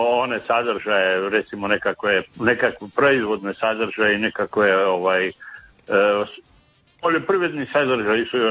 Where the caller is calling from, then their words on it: Pula, Istria County, Croatia; Kod nas u Puli je turizam 90% prihoda